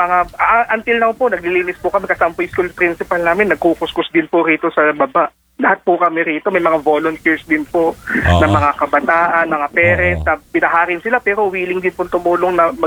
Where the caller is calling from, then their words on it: Caloocan, Metro Manila, Philippines; Taga Bagong Barrio, Caloocan po ako.